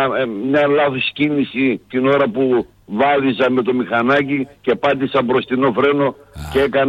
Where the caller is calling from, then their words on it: Ano Zervochori, Central Macedonia, Greece; από Άνου Ζερβουχώρη Ναούσης.